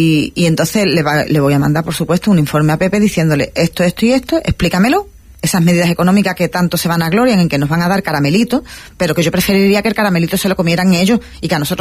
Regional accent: Ceuta, Spain; primero, ante que todo, soy ciudadana ceutí

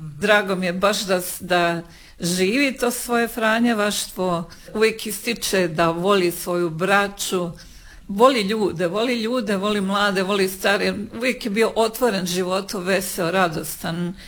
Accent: Bosnia & Herzegovina; ja sam rođena u Bosni. Odrastala sam na Plehanu, to je jedno poznato mjesto koje mi kažemo da je to u Bosni kao što je Pariz u Francuskoj, za nas je Plehan u Bosni.

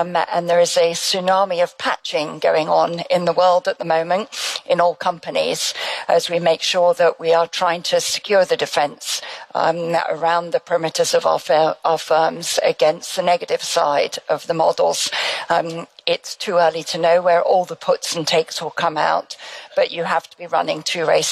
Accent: Scotland, United Kingdom; Well, I'm Scottish, so I tend to be more prudent than many, so I'm true to my roots there.

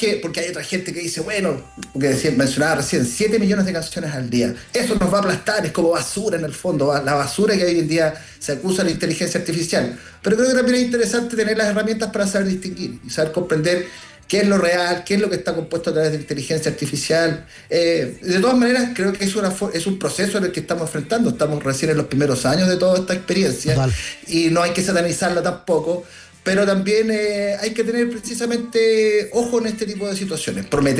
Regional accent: Valparaíso, Chile; estaba en Valparaíso, en mi ciudad natal, y había llovido

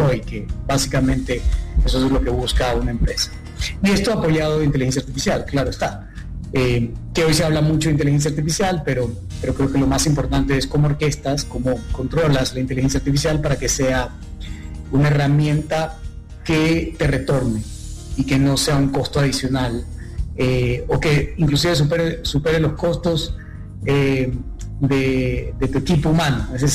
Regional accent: Ecuador; yo soy originalmente de Ecuador

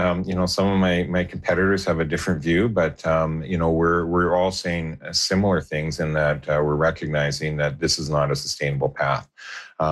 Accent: Kamloops, British Columbia, Canada; I think it's because I'm from the Kamloops area and I have that interior pragmatism and common sense to me

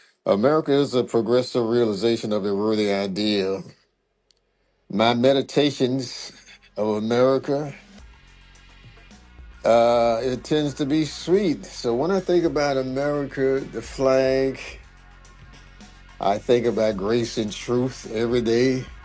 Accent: Savannah, Georgia, United States; I was born and raised here in Lady Street, Savannah, Georgia, November 20th, 1945, in the Charity Hospital.

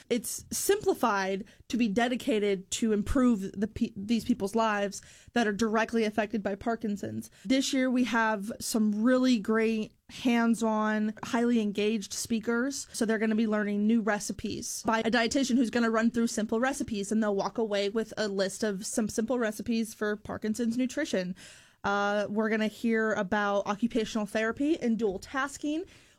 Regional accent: Boone, Iowa, United States; I grew up in Iowa, and I went to Boone High School.

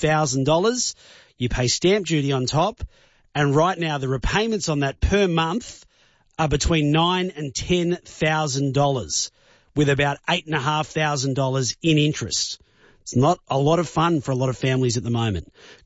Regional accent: Sydney, New South Wales, Australia; because I've lived in Sydney my entire life. I grew up near Parramatta. I absolutely love this city

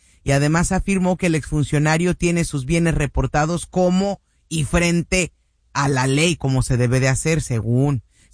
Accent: Morelos, Mexico; moved away; nos vamos ahora al estado de Morelos, allá mi pueblo

